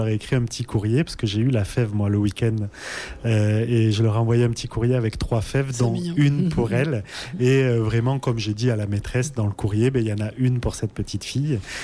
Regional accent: Occitanie, France; moved away; Moi, je suis originaire du Lot. Donc, quand je rentre chez mes parents ou quand je vais dans mon village d'origine, je passe pas très loin.

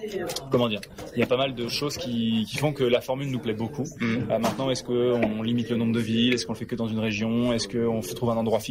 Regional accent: Brittany, France; Moi, je suis breton

